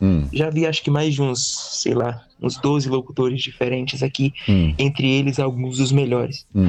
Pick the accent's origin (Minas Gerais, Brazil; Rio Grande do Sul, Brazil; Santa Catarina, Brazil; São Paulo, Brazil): Minas Gerais, Brazil; Mas eu só sou mineiro, tá bom?